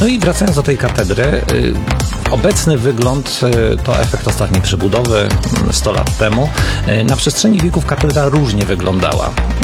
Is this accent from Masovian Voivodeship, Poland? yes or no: yes; Płock, Masovian Voivodeship, Poland; u nas w Płocku